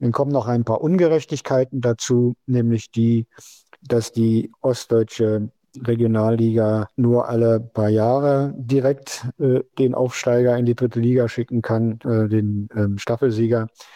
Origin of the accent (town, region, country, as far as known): East Germany, Germany